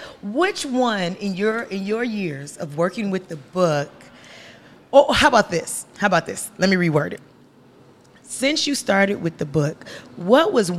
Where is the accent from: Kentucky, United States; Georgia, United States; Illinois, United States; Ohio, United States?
Illinois, United States; Chicago; Now, listen, I'm from Chicago, and which they had nothing to do with it, but I'm from Chicago, and I'm finna blame it on grieving